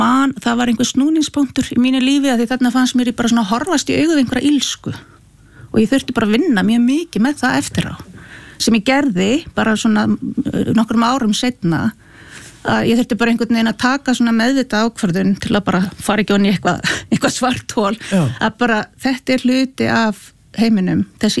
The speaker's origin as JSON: {"language": "Icelandic", "town": "Akureyri", "region": "Northeastern Region", "country": "Iceland", "tie": "born or raised there", "said": "Og við erum alveg upp á Akureyri, við erum einn eldri bróða líka"}